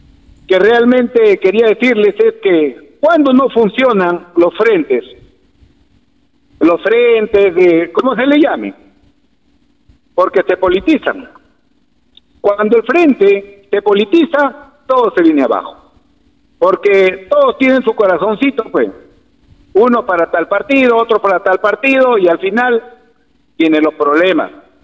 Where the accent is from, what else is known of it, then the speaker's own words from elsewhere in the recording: Olmos, Lambayeque, Peru; born there; moved away; yo desde que he venido a mi pueblo, me expongo a todo eso, ofrendo mi vida si es necesario. Yo no tengo temor a que me puedan hacer algo, porque los problemas en Olmos son muy difíciles.